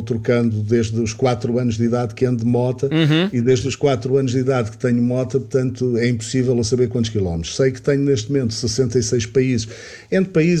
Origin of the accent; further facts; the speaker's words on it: Angola; Eu talvez como africano, porque eu nasci em Angola, e ao viver ainda muito tempo em Angola, acho que muda uma coisa.